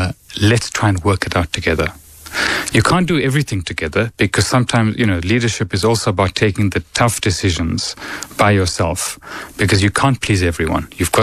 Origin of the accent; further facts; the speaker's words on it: South Africa; being a South African businessman or a South African leader, leadership is difficult generally.